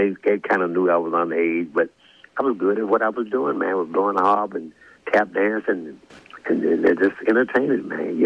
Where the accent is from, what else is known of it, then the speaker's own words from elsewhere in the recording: Louisiana, United States; because I'm from Louisiana, but my first encounter of the stage was in Arkansas on 30th Street in Pine Bluff, Arkansas, to a place called Elks Club and the Jitterbug. And I was just a teenager.